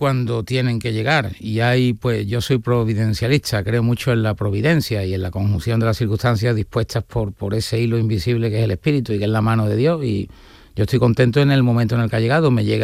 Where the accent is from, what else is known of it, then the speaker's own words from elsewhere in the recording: Seville, Andalusia, Spain; soy sevillano, vivo mucho la Semana Santa, disfruto mucho la Semana Santa, soy creyente